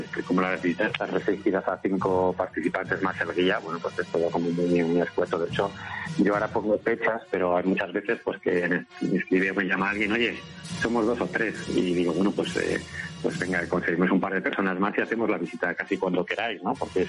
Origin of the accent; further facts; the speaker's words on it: Salamanca, Castile and León, Spain; Yo la verdad es que suelo ir mucho porque, como digo, soy de Salamanca y...